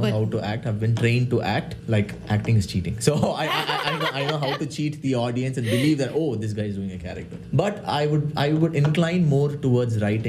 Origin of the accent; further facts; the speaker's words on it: Chennai, Tamil Nadu, India; English is a second language; moved away as an adult; now in Thunder Bay, Canada; But I also come from Chennai.